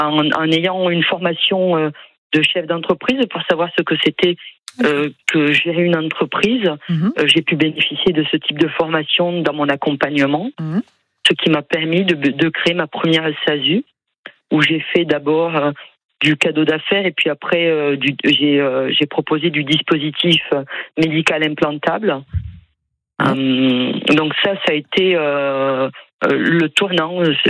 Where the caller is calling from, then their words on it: Paris, Île-de-France, France; je suis à Paris.